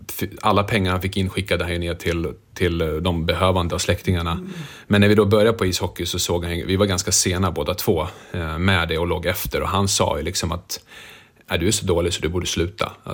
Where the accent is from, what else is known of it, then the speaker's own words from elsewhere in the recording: Rättvik, Dalarna County, Sweden; Jag tror geografiskt så växte jag upp perfekt mellan orterna Mora och Leksand. Så det var ofrånkomligt att inte komma i kontakt med ishockeyn.